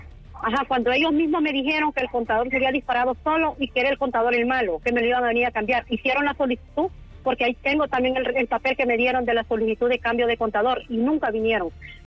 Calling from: Honduras; yo llamo de Los Pinos.

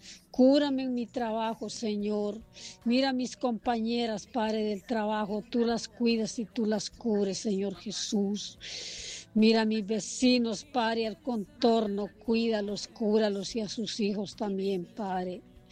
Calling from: Honduras; de la Nueva Capital

